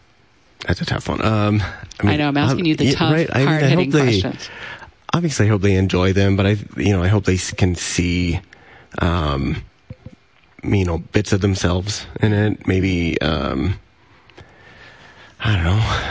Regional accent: Norfolk, Nebraska, United States; So I'm from Norfolk, much smaller than Lincoln, but still not, you know, the tiniest town in, you know, Nebraska and all that.

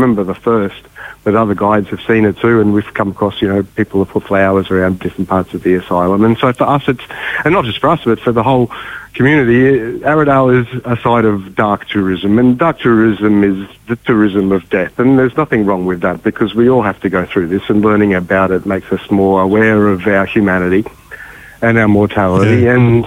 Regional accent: Queensland, Australia; now in Ballarat, Australia; I'm not from Victoria, I'm a Queenslander, and when I arrived in Ballarat

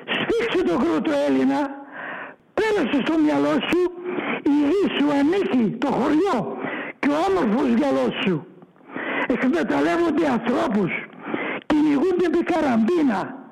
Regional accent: Kos, South Aegean, Greece; Κατάγομαι από την ΚΟ. Πήγα σε όλα τα γειτονικά, τα νησιά.

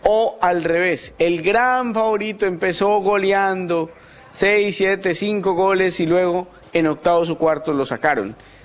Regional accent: Colombia; en mi país, en Colombia

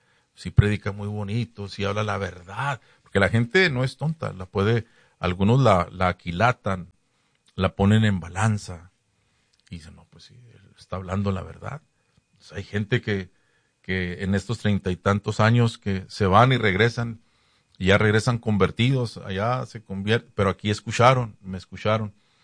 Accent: Ciudad Juárez, Chihuahua, Mexico; moved away; Hombre, hermano, pues yo soy de Juárez, ¿verdad?

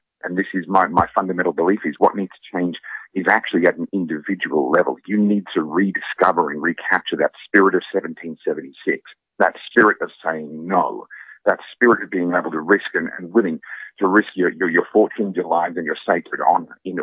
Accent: Australia; No, as an Australian, I am coming over here as that foreigner, and I'm going to tell you what's wrong with your country

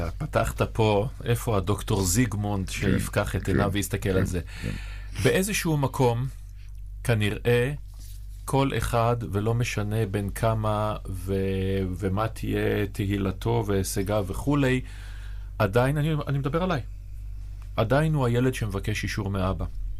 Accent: Haifa, Haifa District, Israel; ואני גדלתי בחיפה, שזה אומנם הכרמל

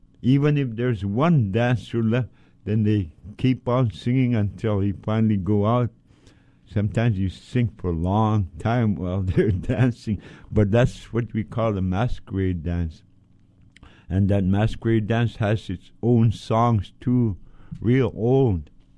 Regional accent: Point Hope, Alaska, United States; I'm an Inupiaq from Tikiak, Point Hope, Alaska. Point Hope is a very old village, one of the oldest communities.

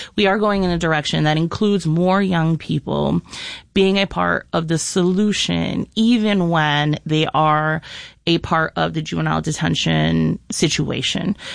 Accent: Rochester, New York, United States; I grew up on North Clinton and Clifford Avenue.

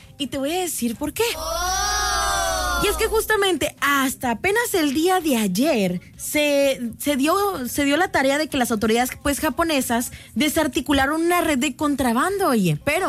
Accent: Mexico; nosotros como mexicanos vamos a llegar a la final

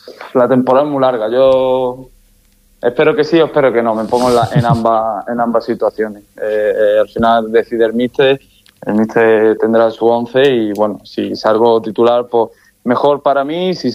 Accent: Huelva, Andalusia, Spain; also born or lived in Galicia / Burgos / Madrid; de donde yo vengo, de Huelva, por el tema de tiempo, de playa, pero he estado en Galicia, he estado en Burgos, he estado también viviendo en Madrid

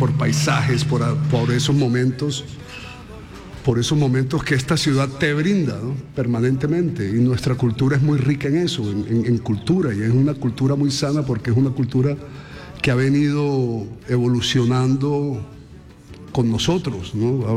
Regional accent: Santa Marta, Magdalena, Colombia; moved away; Feliz de estar en mi tierra, además, en Santa Marta.

